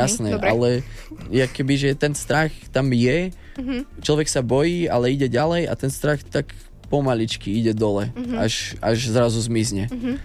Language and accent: Slovak; Žilina Region, Slovakia; u nás na Kysuciach